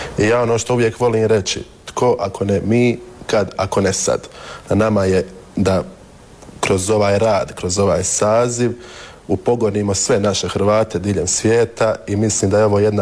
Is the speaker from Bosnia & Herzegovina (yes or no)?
yes; Čitluk, Federation of Bosnia and Herzegovina, Bosnia & Herzegovina; 30 godina, magister ekonomije, dolazim iz Bosne i Hercegovine, točnije iz općine Čitluk.